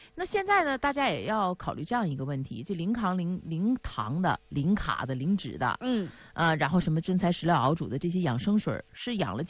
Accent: Northeast China, China; accent: Northeastern (Dongbei) dialect; 用我们东北话说

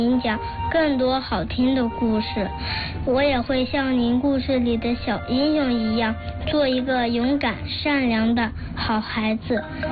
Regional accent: Hefei, Anhui, China; 今年7岁啦。

